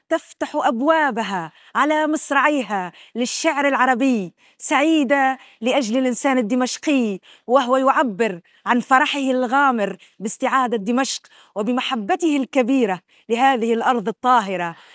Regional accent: Tunisia; وأنا قادمة أحمل من تونس رسالة محبة ورسالة أخوة ورسالة صداقة ممتدة بدأها التاريخ وواصلها نزار

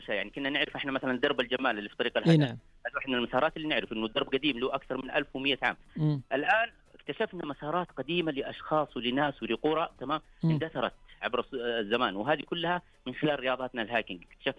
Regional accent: Taif, Makkah Province, Saudi Arabia; يعني إحنا مثلا زي عندنا في الطائف

